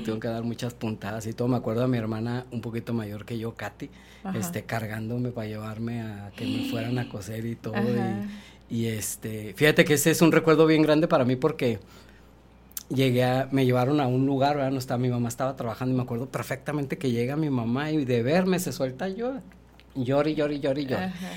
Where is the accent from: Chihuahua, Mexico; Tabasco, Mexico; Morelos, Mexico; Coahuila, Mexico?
Chihuahua, Mexico; Ciudad Juárez; also born or lived in Monterrey; nacimos la mayoría en Monterrey, menos mi hermano el más chico, que ya nació aquí. Yo me vine muy chico, entonces soy juarense.